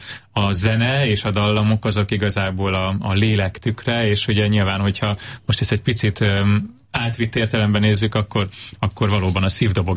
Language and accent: Hungarian; Zala, Hungary; én magam is ugye egy zalai kisfaluból származom